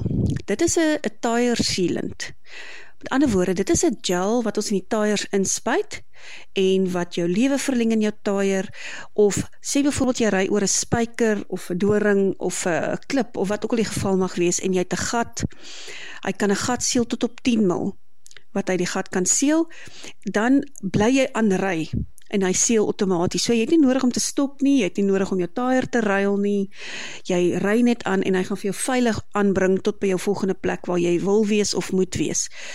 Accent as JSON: {"language": "Afrikaans", "town": "Kempton Park", "region": "Gauteng", "country": "South Africa", "tie": "born there", "moved": "as an adult", "lives_now": "Hartenbos, South Africa", "said": "ek is gebore in Kempton Park, Johannesburg. Ons het verhuis in 2021 waar ons dan ook tans in Hartenbos bly."}